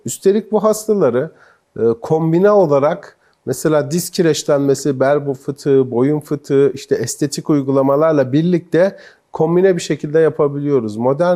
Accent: Gaziantep, Turkey; benim memleketim Gaziantep

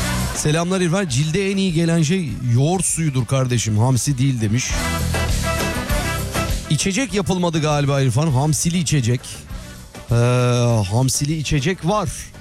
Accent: Sivas, Turkey; Bakayım şöyle bir memleketim Sivas'ta Sivas kokan kolonya satılıyordu.

